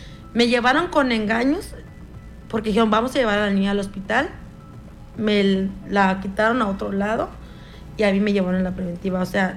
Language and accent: Spanish; Fresnillo, Zacatecas, Mexico; De Fresnillo, Zacatecas. Okay. Entonces, acá no tengo mamá, papá ni hermanos.